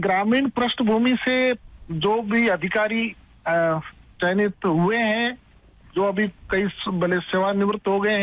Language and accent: Hindi; Rajasthan, India; also born or lived in Barmer; मैं भी वैसे ही एक साधारण किसान परिवार से हूँ, मैंने प्राइमरी शिक्षा है वो मेरे गाँव आठमा से की और उसके बाद में मैंने 6वीं 7वीं मेरे ननियाल शिवकर से और फिर 8वीं मैंने सियाणी से, जो हमारे पास में गाँव है वहां से